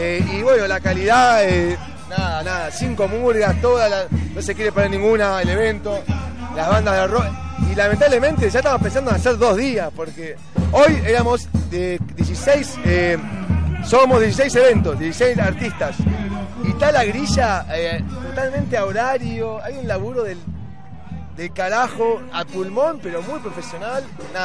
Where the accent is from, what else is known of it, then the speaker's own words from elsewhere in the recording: Buenos Aires, Argentina; born there; yo nací en Pompeya y Parque Patricio, somos pegados, somos casi lo mismo.